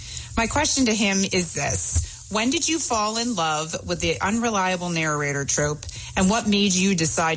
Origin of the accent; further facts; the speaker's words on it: Pennsylvania, United States; I'm a bookseller from Pennsylvania.